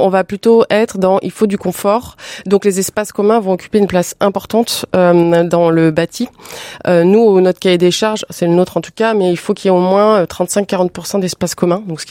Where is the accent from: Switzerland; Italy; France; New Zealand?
France; Lyon, Auvergne-Rhône-Alpes; Moi je suis lyonnaise, j'étais déjà sur Lyon